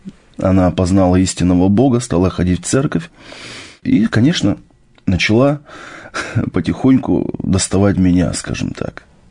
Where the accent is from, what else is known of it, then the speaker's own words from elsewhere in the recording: Miass, Chelyabinsk Oblast, Russia; born there; Мне 34 года. У меня вот семья, замечательная жена, трое детей. Я сам с Южного Урала, это город Миасс, Челябинская область. Уже как 12 лет я верующий человек